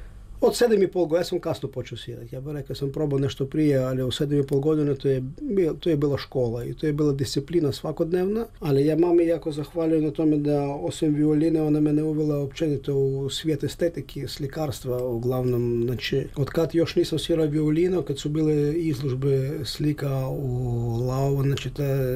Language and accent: Croatian; Lviv, Lviv Oblast, Ukraine; also born or lived in Moscow; now in Croatia; Ja sam rođen u Lavovu, to je u zapadnom ukrajinskom gradu, jedini europsko orijentirani grad u Ukrajini.